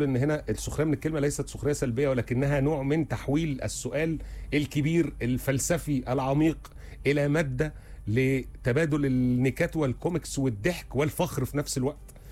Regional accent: Egypt; غريب جدا عندنا إحنا كمصريين، إحنا شعب ذكي بيعرف يلقط الكلام اللي بيعبر عنه.

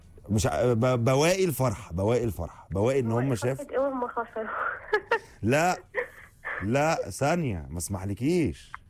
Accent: Egypt; لما بنبدا كمصريين مكالمه بنقول ازيك يا جنى

